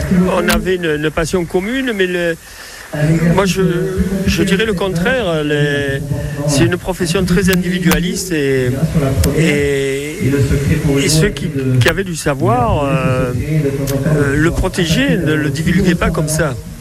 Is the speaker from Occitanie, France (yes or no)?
yes; Nîmes, Occitanie, France; born there; Mais je suis né à Nîmes et j'avais de la famille à Genolac, près d'Alès. Donc c'est d'origine Cévenol. Et d'un autre côté, j'avais une arrière-grand-mère italienne.